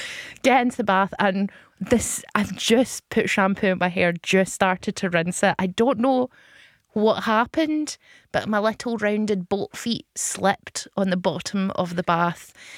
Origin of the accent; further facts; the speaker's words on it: Glasgow, Scotland, United Kingdom; had a hilarious name as a Glaswegian shan't go into it